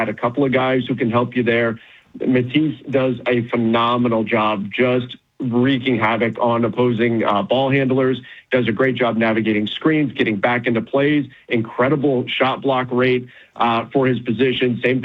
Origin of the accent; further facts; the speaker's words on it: California, United States; growing up in Southern California.